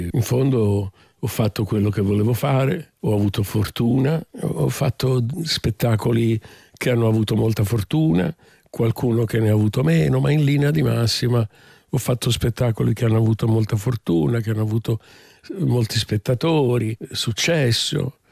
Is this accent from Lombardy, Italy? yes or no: yes; Milan, Lombardy, Italy; born there; I miei genitori sono siciliani e sono nato per errore a Milano, città che amo moltissimo